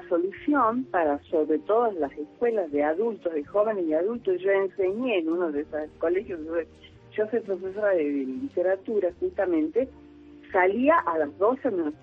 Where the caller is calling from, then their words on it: Salta, Argentina; Yo hablo desde Salta Capital.